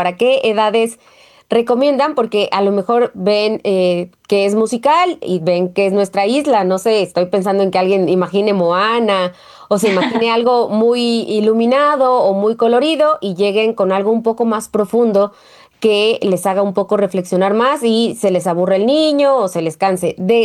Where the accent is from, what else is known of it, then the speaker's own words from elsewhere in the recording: Chiapas, Mexico; moved away as an adult; now in Mexico City, Mexico; yo soy de Chiapas